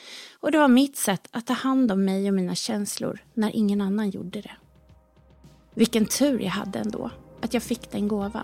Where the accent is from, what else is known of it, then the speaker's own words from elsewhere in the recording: Berghem, Västra Götaland County, Sweden; Jag var bara några år när jag klättrade upp vid pianot i vardagsrummet hemma på Dagvägen 8 i Berghem.